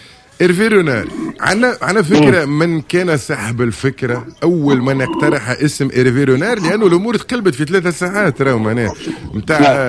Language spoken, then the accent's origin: Arabic; Tunisia